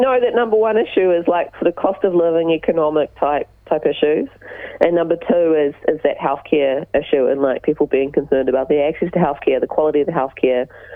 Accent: New Zealand; although I guess we're Kiwi, so we say vase.

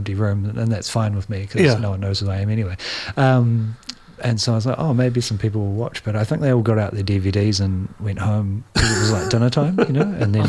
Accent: Nelson, New Zealand; moved away; So Nelson's my hometown

